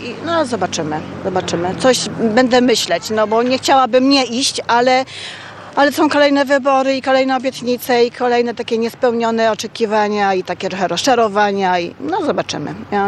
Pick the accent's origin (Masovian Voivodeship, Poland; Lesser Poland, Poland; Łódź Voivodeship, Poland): Lesser Poland, Poland; Kraków; Ja jestem z Huty, więc trochę taki mam sentyment.